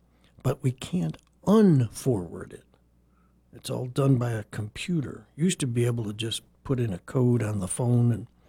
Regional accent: Chicago, Illinois, United States; No, I didn't, but it's from my hometown of Chicago, and yeah.

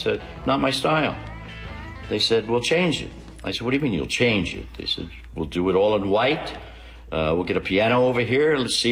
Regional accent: Philadelphia, Pennsylvania, United States; she thinks it's a kid that I grew up with in South Philly, a lot of Italian kids

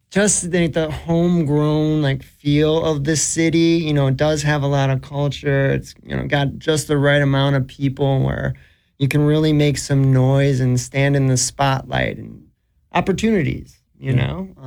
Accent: Delavan, Wisconsin, United States; moved away as an adult; also born or lived in New York City; now in Milwaukee, United States; Yeah, I was born and raised in Delavan, Wisconsin, this once known as the circus capital of the nation.

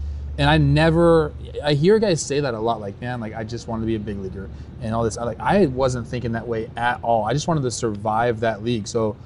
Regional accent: Los Angeles, California, United States; I'm from Los Angeles, where it is a melting pot of people and culture.

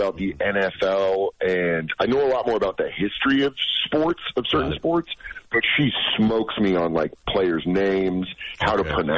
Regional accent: Colorado, United States; It's like, I'm from Colorado, so I thought it was just for hiking and eating trail mix.

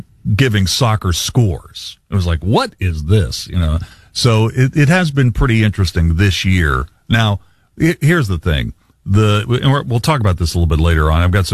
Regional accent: United States; as an American culture, we don't like to lose.

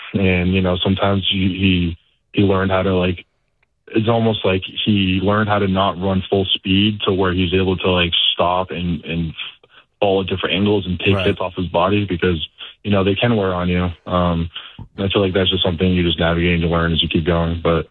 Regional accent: Massachusetts, United States; now in New Jersey, United States; And now, honestly, I've been loving Jersey. I'm from Massachusetts, so it's only a couple of hours from where I'm from

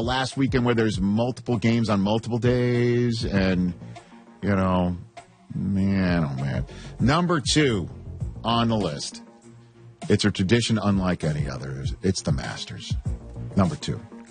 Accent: New York, United States; But I'm a New Yorker

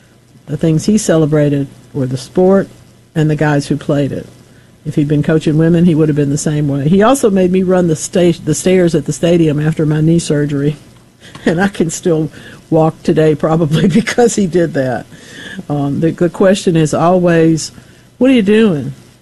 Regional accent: United States; He was the president of the school board in my hometown. Remember, we're sitting in front of the Ouachita River today. That's where he brought me up.

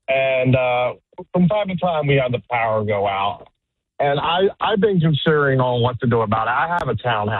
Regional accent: Vineland, New Jersey, United States; now in Tennessee, United States; I'm a transplant. I'm from New Jersey originally.

